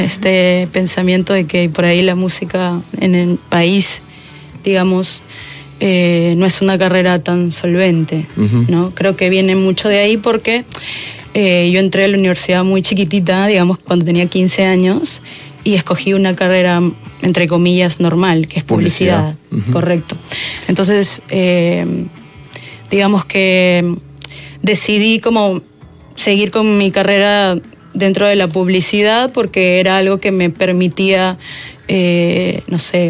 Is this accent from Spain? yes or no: no; Lima, Peru; born there